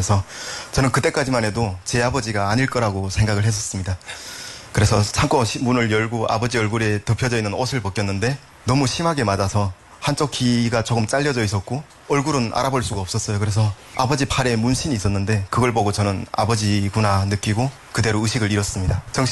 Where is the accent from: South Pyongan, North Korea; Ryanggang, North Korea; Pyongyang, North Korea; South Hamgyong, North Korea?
Ryanggang, North Korea; Hyesan; 저는 양강도 희산시라는 곳에서 평범한 노동자 가정의 외아들로 태어났습니다.